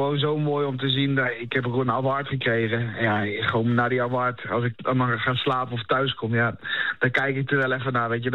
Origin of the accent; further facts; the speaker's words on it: Netherlands; Ook puur omdat, ik ben een Nederlander en Engels kan ik niet zo goed.